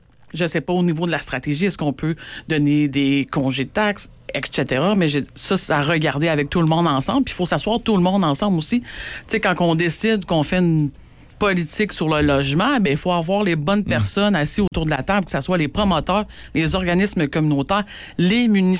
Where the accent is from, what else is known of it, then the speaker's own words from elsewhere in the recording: Lévis, Quebec, Canada; Je suis née à Lévis, j'élève mes enfants à Lévis, je parcours les mêmes épiceries, les mêmes restaurants que tout le monde.